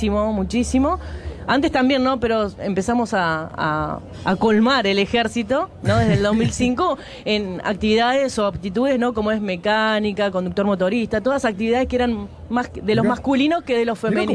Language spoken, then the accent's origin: Spanish; Quilmes, Buenos Aires Province, Argentina; Yo soy de Quilmes.